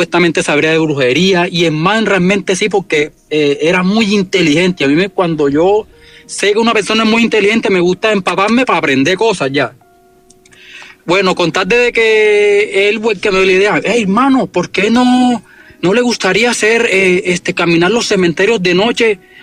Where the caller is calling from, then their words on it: Arjona, Bolívar, Colombia; soy de Arjona Bolívar, vivo en Arjona Bolívar, municipio pues cerquita Cartagena.